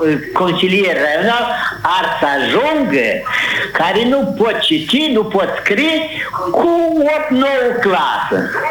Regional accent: Cimișlia, Cimișlia District, Moldova

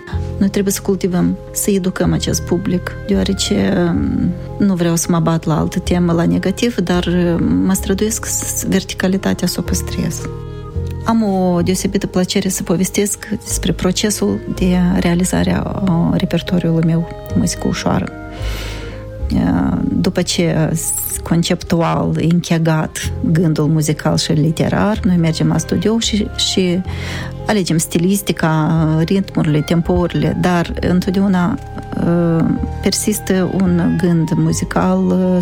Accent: Călăraşi, Călărași District, Moldova; moved away as an adult; now in Strășeni, Moldova; Eu m-am născut în Călăraș, am studiat în Călăraș, am avut concert în Călăraș. Uh-huh. De baștin sunt din Călăraș, dar locuiesc deja de 39 de ani în Strășeni.

